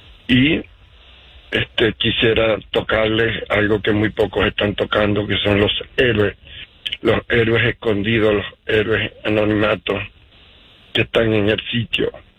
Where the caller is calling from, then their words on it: Utah, United States; Te llamo desde Utah.